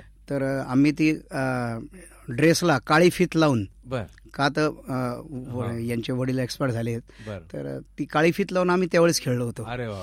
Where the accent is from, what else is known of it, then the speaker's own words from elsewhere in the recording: Ahmednagar, Maharashtra, India; मी पहिल्यापासून नगरमध्येच, नगरचाच रहिवासी आहे.